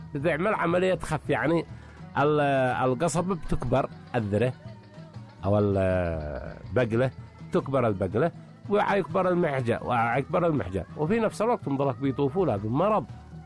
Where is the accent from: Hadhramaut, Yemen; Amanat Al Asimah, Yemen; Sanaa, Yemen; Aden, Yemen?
Amanat Al Asimah, Yemen; Sanaa; أو ما نسميها عندنا في صنعاء كوبا